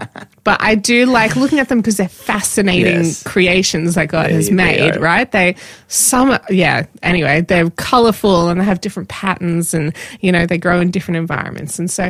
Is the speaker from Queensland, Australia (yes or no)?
yes; Queensland, Australia; moved away; also born or lived in Melbourne; I'm a Queenslander, I need the warm sunshine.